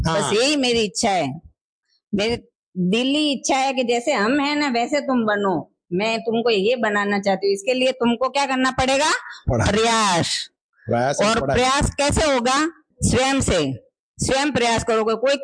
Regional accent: Rohida, Rajasthan, India; जैसे तुम एक गांव में रहते हो ना वैसे मैं भी गांव में ही पली बड़ी हूँ। मेरा जन्म भी रोहिड़ा गांव में हुआ था जो सिरोही डिस्ट्रिक्ट में है।

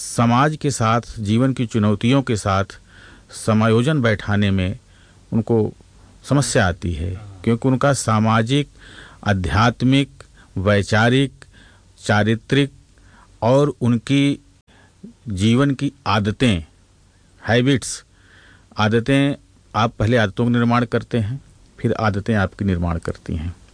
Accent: Jaunpur, Uttar Pradesh, India; जौनपुर उत्तर प्रदेश का रहने वाला हूँ।

